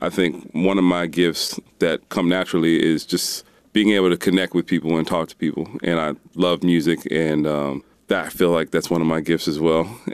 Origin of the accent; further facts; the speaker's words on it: Liverpool, New York, United States; now in Durham, United States; Well, I didn't grow up in Durham, North Carolina, so I guess that's the first part. I actually grew up in Liverpool, Syracuse.